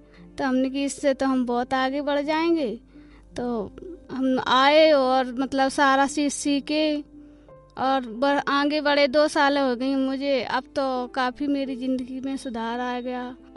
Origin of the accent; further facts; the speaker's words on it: Jalaun district, Uttar Pradesh, India; moved away as an adult; now in Delhi, India; मैं यूपी की रहने वाली हूँ। 3 बच्चे हैं मेरे, जिला जालौन है।